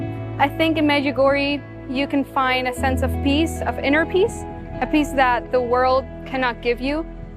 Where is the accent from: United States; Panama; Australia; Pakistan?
Panama; I come from Panama.